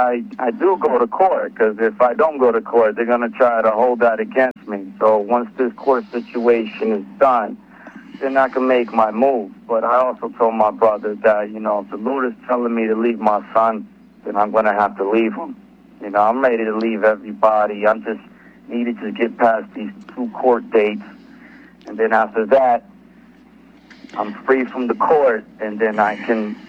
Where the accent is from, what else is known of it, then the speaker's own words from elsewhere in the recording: Idaho, United States; now in Oklahoma, United States; Listen, I moved here from Idaho. I told you once before, I think. But anyway, I didn't have any money. 1,800 miles down here to Oklahoma.